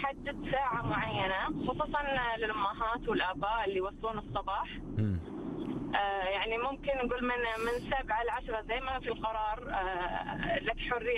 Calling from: Dammam, Eastern Province, Saudi Arabia; من الدمام.

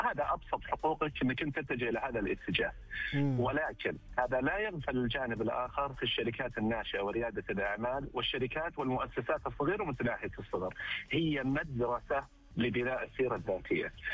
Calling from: Riyadh, Riyadh Province, Saudi Arabia; من الرياض الله يسلمك.

